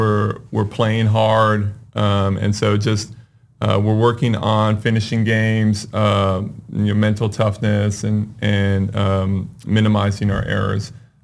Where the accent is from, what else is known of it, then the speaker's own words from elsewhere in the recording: California, United States; Well, so I grew up in California and I played in high school.